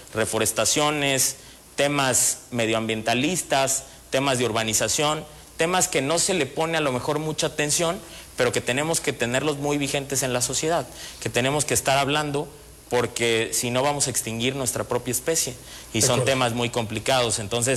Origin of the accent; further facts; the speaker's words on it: Zitácuaro, Michoacán, Mexico; Tu tierra. Ya, mi tierra natal.